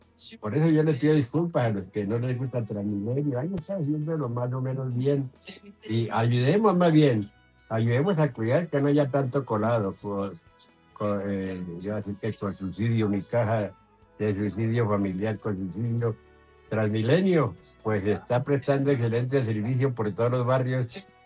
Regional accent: Tocaima, Cundinamarca, Colombia; moved away; así le llaman allá en mi tierra, Tocaima, la ciudad de salud de Colombia

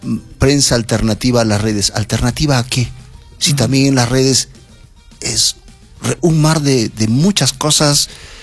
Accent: Peru; todos somos peruanos y peruanas.

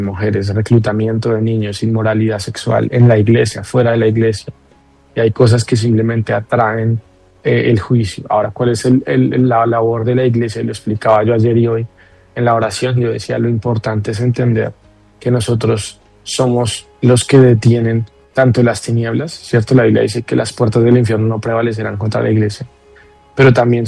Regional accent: Colombia

